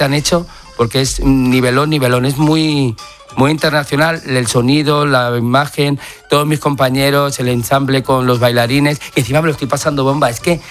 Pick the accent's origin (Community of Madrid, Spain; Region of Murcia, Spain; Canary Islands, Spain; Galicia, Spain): Community of Madrid, Spain; Madrid; Soy imagen de mi ciudad, soy madrileño. Claro. Madrid no entiende de política, soy madrileño